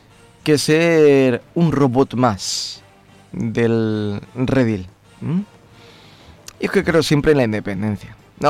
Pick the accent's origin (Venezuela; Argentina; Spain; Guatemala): Spain; Vitoria-Gasteiz, Basque Country; now in Madrid, Spain; mi ciudad, yo soy de Vitoria